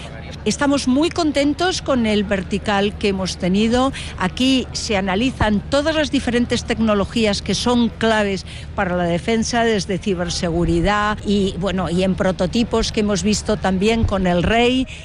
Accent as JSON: {"language": "Spanish", "country": "Spain"}